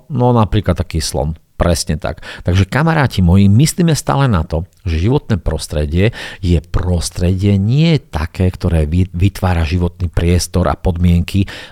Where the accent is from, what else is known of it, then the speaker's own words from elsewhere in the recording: eastern Slovakia, Slovakia; U nás na východe sa hovorí, že všetko so všetkým skapčano.